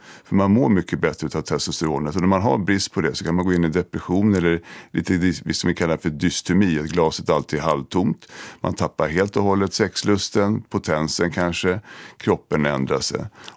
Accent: Sweden; Som svensk läkare så tycker jag att det är vedervärt.

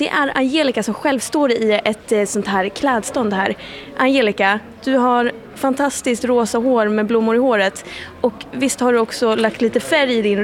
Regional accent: Dalarna County, Sweden; vilket känns konstigt med tanke på att jag är uppvuxen i Dalarna.

